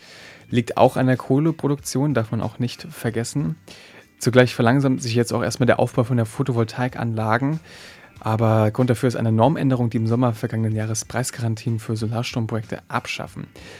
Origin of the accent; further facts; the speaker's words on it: Berlin, Germany; Ich komme aus Berlin